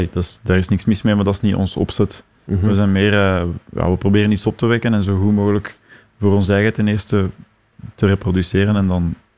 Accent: Dilbeek, Flemish Brabant, Belgium; En wij zijn van Schepdal, Itterbeek, Dielbeek eigenlijk.

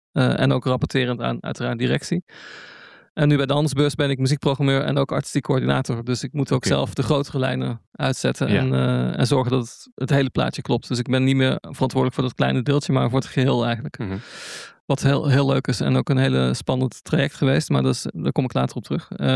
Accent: Nijmegen, Gelderland, Netherlands; born there; Een andere persoon is in Nijmegen, waar ik geboren ben. Een stad in het oosten van het land.

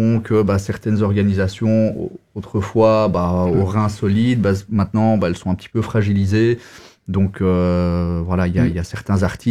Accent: Ottignies-Louvain-la-Neuve, Wallonia, Belgium; born there; now in Namur, Belgium; moi je suis né à Otigny.

